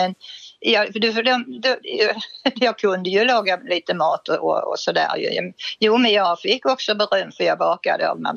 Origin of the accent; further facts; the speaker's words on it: Småland, Sweden; Annars hade jag stannat kvar hemma i Småland, för jag kommer från Småland.